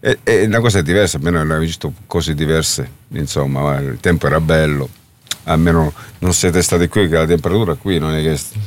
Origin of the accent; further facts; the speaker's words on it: Milazzo, Sicily, Italy; io sono di Milazzo, è un triangolo, siamo quasi distanti uno dall'altro 25, neanche 20 chilometri, diciamo.